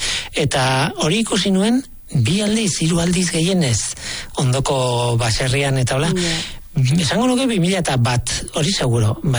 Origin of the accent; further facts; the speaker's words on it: San Sebastián, Basque Country, Spain; born there; gogoratzen dut txikitan, oraindik gurdiak elitzen zirela Donostian